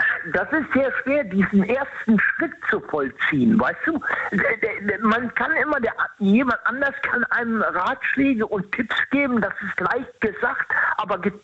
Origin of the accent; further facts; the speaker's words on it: Rhineland, Germany; Also da wäre ich ramdösig, wie man hier bei uns im Rheinland sagt.